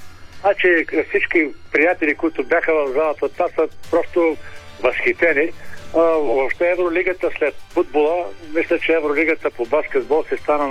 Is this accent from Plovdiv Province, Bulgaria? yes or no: no; Burgas, Burgas Province, Bulgaria; moved away; аз съм бургазлия и цяло лято съм си в Бургас.